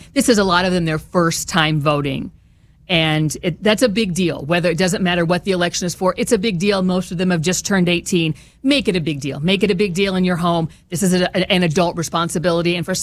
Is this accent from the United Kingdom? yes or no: no; Hoopeston, Illinois, United States; In Hoopston, Illinois, which is on the Illinois-Indiana border in Vermilion County. So I grew up in St. Anthony's Parish.